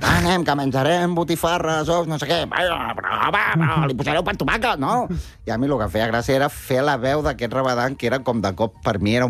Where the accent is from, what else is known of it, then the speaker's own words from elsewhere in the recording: Barcelona, Catalonia, Spain; also born or lived in Figueres; M'he criat a Barna, sí, sí.